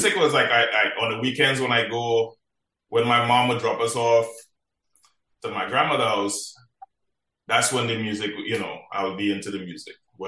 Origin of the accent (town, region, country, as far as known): Marbella, Andalusia, Spain; born or raised there